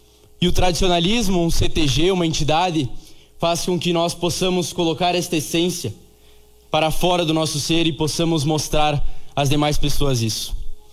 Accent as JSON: {"language": "Portuguese", "town": "Garibaldi", "region": "Rio Grande do Sul", "country": "Brazil", "tie": "born or raised there", "said": "Me orgulho em falar que sou gaúcho e sou gaúcho serrano, porque aqui nós tivemos algo diferente do resto do estado. Tivemos uma miscigenação da cultura italiana com a já existente no Rio Grande do Sul"}